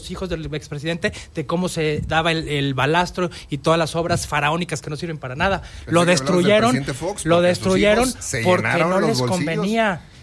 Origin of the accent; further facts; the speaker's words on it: Mexico; Todos somos mexicanos